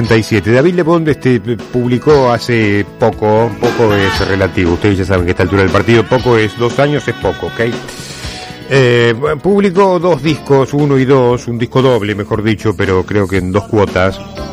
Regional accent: Argentina; somos argentinos

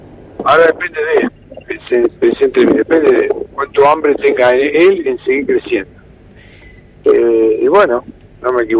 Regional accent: Argentina; somos argentinos.

